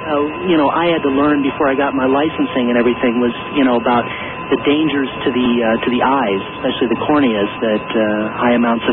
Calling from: Burbank, California, United States; I'm calling from Burbank

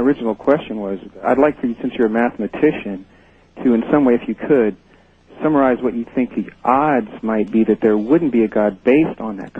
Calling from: Atlanta, Georgia, United States; I'm in Atlanta, Georgia.

